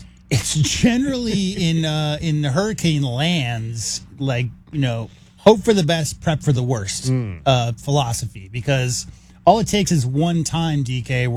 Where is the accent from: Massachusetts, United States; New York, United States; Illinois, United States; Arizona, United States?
Arizona, United States; Tucson; moved away; also born or lived in Oregon / California / Nevada / Arkansas; because I'm just growing up in Tucson. I've lived in Oregon. I lived in California. I lived in Nevada.